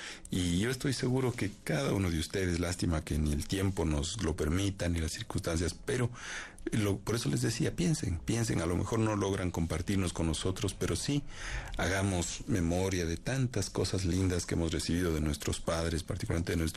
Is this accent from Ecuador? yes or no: yes; Imbabura, Ecuador